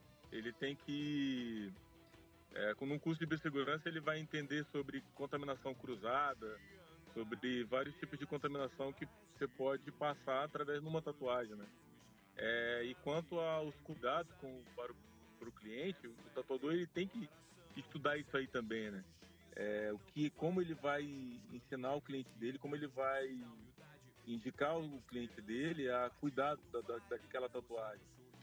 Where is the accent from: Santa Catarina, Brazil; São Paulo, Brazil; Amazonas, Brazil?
Amazonas, Brazil; moved away as an adult; Eu cresci aí no Javarizinho.